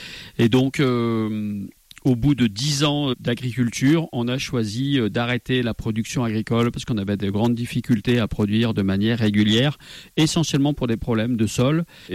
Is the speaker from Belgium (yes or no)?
no; Saint-Étienne, Auvergne-Rhône-Alpes, France; Je n'étais pas issu d'une famille du monde agricole. Je suis stéphanois.